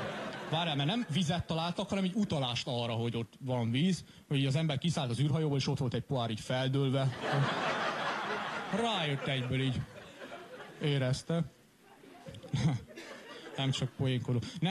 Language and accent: Hungarian; Cluj-Napoca, Cluj County, Romania; mert én Kolozsvári vagyok, hát Romániában így el vagyunk maradva az űrkutatással.